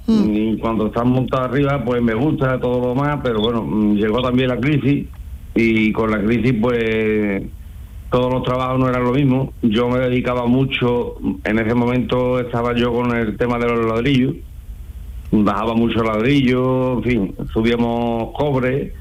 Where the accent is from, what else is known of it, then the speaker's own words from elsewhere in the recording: Villalba del Alcor, Andalusia, Spain; Yo soy de Villalba del Alcor.